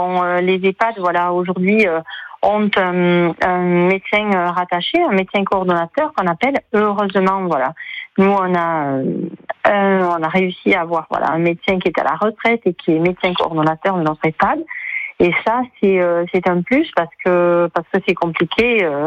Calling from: Villefranche-de-Rouergue, Occitanie, France; À Villefranche-de-Rouergue.

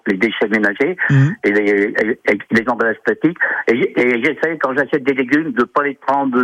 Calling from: Auvergne-Rhône-Alpes, France; chez moi à Silin

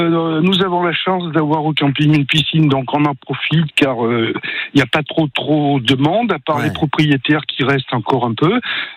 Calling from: Auvergne-Rhône-Alpes, France; Je suis auvergnat, moi

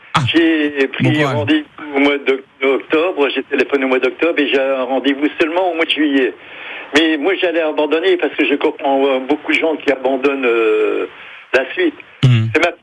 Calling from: Jolivet, Grand Est, France; je vous appelle de Jolivet.

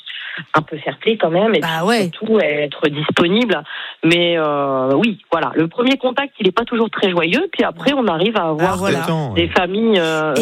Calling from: Caen, Normandy, France

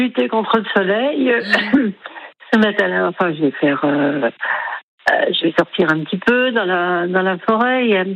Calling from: Marly-le-Roi, Île-de-France, France; Non, Marly-le-Roi.

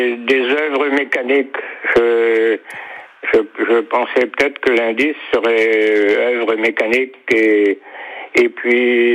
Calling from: Garlan, Brittany, France; De Garland, près de Morlaix.

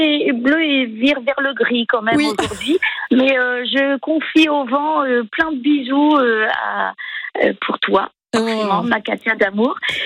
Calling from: Brittany, France; Bon anniversaire du sud de la Bretagne

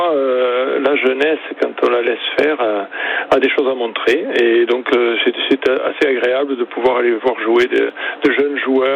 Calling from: Montpellier, Occitanie, France; Je suis à Montpellier, oui, effectivement.

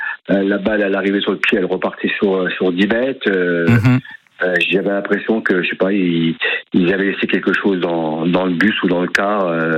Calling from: Grand Est, France; Bonsoir, j'appelle de Messières-les-Metz.

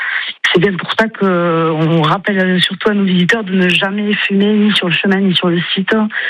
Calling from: Millas, Occitanie, France; moi, personnellement, j'habite sur Mias

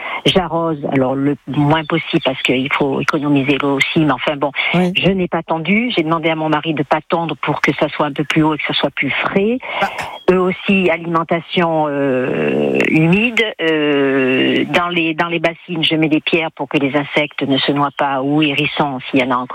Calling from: Beaumont-lès-Valence, Auvergne-Rhône-Alpes, France; j'habite sur Beaumont-les-Vadances.

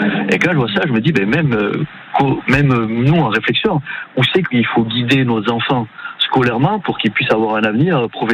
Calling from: Rion-des-Landes, Nouvelle-Aquitaine, France; Moi, je suis de Rion-des-Landes.

